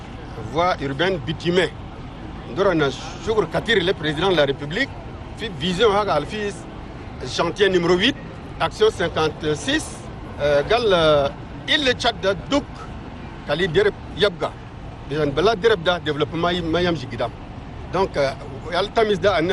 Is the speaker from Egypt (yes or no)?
no; Chad; أنا شاب تشادي ودا إفر أنا تولي تشادي